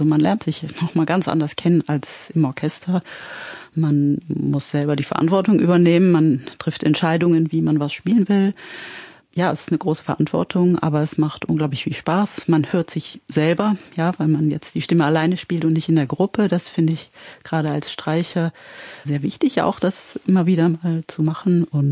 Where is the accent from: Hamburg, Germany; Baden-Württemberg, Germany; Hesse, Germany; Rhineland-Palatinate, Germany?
Hamburg, Germany; also born or lived in Salzburg; now in Saarbrücken, Germany; Ich habe angefangen in Hamburg, das ist meine Heimatstadt. Dann bin ich nach Salzburg gegangen und dann am Ende meines Studiums, zum Aufbaustudium, tatsächlich nach Saarbrücken.